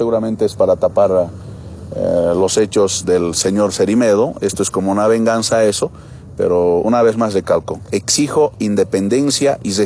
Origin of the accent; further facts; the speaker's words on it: Bolivia; acá, independientemente en nuestro territorio nacional, como bolivianas y bolivianos